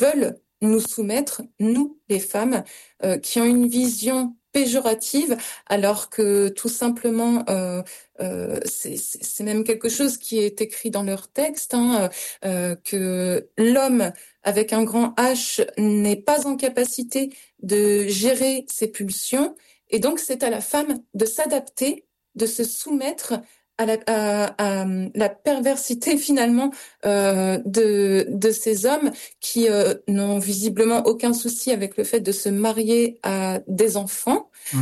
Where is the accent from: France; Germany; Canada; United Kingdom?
France; born there; Je suis née en France et c'est la terre qui m'a portée et c'est la terre qui me porte tous les jours.